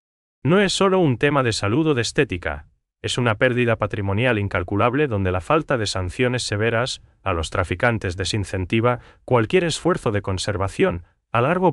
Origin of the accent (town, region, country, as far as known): Paraguay